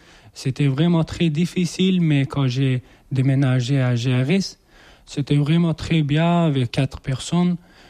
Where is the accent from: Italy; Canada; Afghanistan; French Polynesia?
Afghanistan; French is a second language; now in France; je viens d'Afghanistan et j'habite ici chez Véronique.